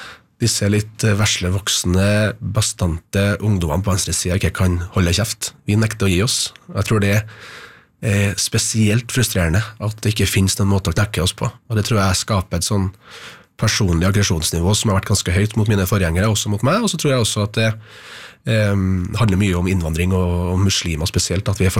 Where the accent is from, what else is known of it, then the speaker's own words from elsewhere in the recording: Trøndelag, Norway; Jeg var hjemme i Trøndelag hos søstra mi og hennes barn og bestemor og bestefar.